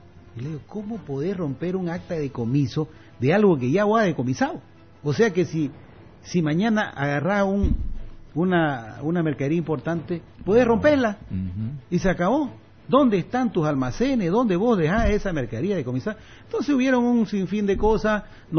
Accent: Bolivian eastern lowlands, Bolivia

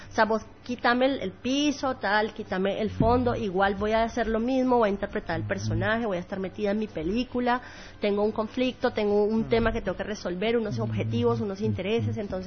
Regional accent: Cali, Valle del Cauca, Colombia; moved away as an adult; now in Santa Cruz, Bolivia; yo soy de Cali, Colombia, vivo hace varios años acá en Santa Cruz

